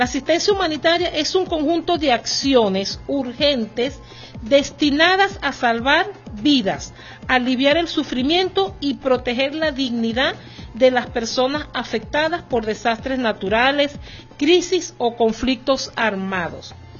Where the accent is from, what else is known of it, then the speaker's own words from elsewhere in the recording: Venezuela; esa solidaridad como nosotros venezolanos